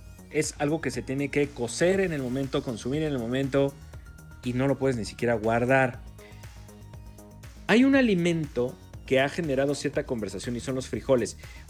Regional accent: northern Mexico, Mexico; Mario Arbizu y yo, como buenos norteños

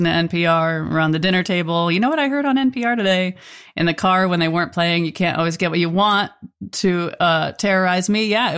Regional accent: Farmington, Connecticut, United States; born or raised there

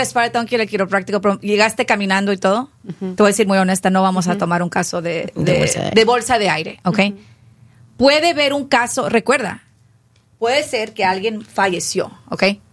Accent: Corpus Christi, Texas, United States; born there; also born or lived in Houston; yo nací en Houston y mi mamá manejaba en México, pero en Houston no manejó. Y luego cuando nos fuimos a Corpus Christi

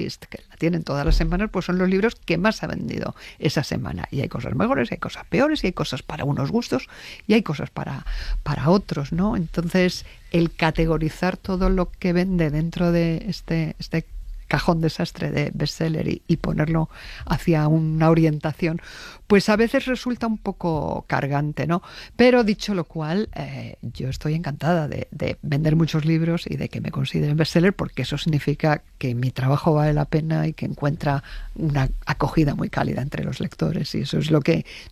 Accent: Spain; Nosotros, que somos los españoles muy malos aprendices de inglés y que con mucha facilidad, y de hablantes de lenguas extranjeras en general, y con mucha facilidad tomamos términos extranjeros

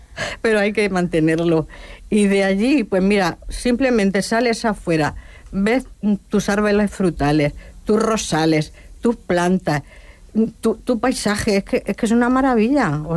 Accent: Cartagena, Region of Murcia, Spain; born there; Bueno, yo realmente no soy del campo, soy nacida en Cartagena, o sea, en ciudad.

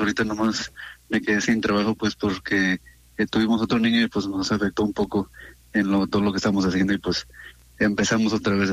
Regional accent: Jalisco, Mexico; now in Santa Ana, United States

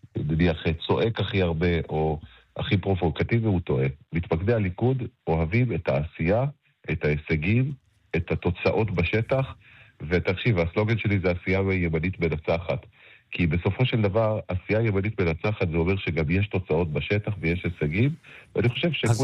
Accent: Kiryat Gat, Southern District, Israel; אני מגיע מקריית גת, מהדרום.

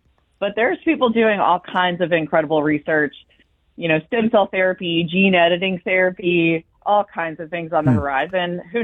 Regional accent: Maryland, United States; I'm from Maryland.

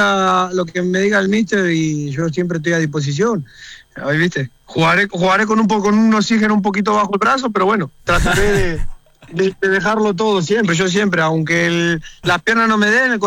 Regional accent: Argentina; siendo argentino

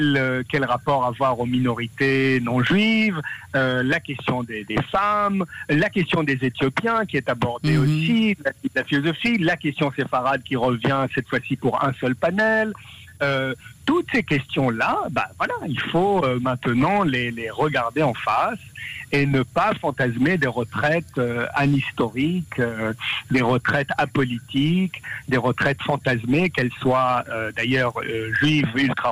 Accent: Israel; now in France; moi, encore une fois, je suis israélien, je vis en France aujourd'hui. Je suis profondément attaché à Israël.

